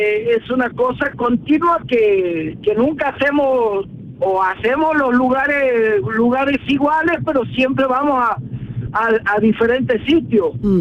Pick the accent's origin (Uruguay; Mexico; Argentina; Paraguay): Argentina; now in Málaga, Spain; Yo soy argentino